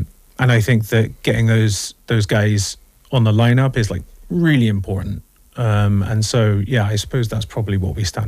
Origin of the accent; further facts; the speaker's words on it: Bristol, South West England, United Kingdom; moved away as an adult; now in Glasgow, United Kingdom; I've been in Glasgow for 18 years now, originally from Bristol.